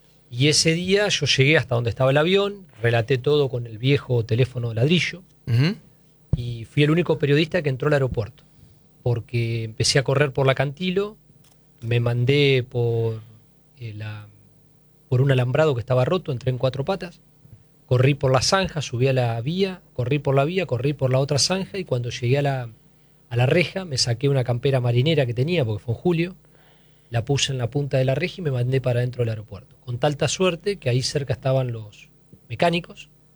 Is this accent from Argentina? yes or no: yes; Bolívar, Buenos Aires Province, Argentina; moved away; ayer estaba volviendo de Bolívar, yo soy de Bolívar, fui a visitar a mi familia